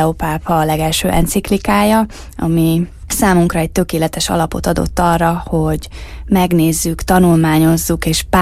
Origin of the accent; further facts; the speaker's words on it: Hungary; ezt én nyilván tudom magyarként